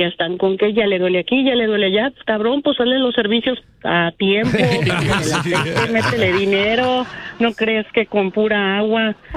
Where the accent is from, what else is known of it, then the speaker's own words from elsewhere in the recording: Jalisco, Mexico; No, señor, soy de Jalisco